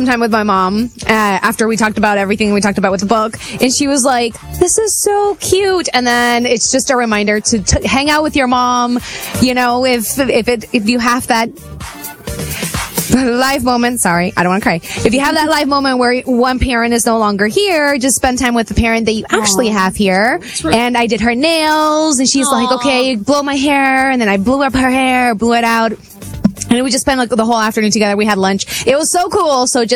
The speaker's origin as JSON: {"language": "English", "area": "Long Island", "region": "New York", "country": "United States", "tie": "born or raised there", "moved": "yes", "lives_now": "Miami, United States", "said": "I was like that Long Island girl going into the city"}